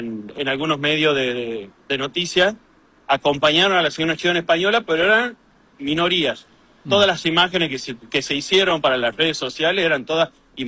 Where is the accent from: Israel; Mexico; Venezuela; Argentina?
Argentina; lo que yo estaba viendo como argentino